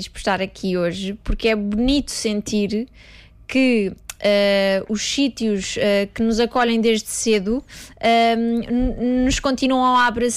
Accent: Coimbra, Centro, Portugal; Eu sou de Coimbra, vinha para Lisboa cantar nas casas de fado.

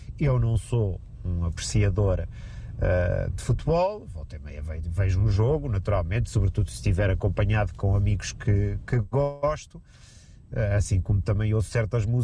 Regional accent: Portugal; qualquer um de nós que tenha posto um pé fora de Portugal sabe que, se chegamos lá fora e dizemos que somos portugueses

